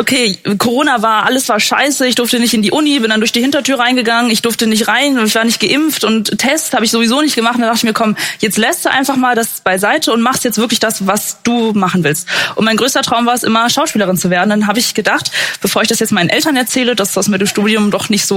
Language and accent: German; Germany; Aber wenn ich als Deutsche mit sogar Migrationshintergrund sagen möchte, ich möchte meine Deutschlandfahne hinhängen, dann ist das natürlich verboten.